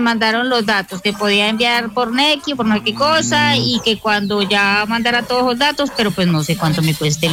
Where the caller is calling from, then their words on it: La Unión, Valle del Cauca, Colombia; yo soy de la Unión Valle.